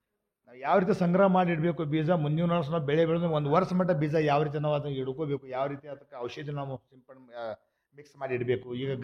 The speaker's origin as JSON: {"language": "Kannada", "town": "Jugul", "region": "Karnataka", "country": "India", "said": "ನಾನು ಪ್ರಾಪರ್ ಜುಗುಡ್ ರೀ, ಕಾಗವಾಡ ತಾಲೂಕು."}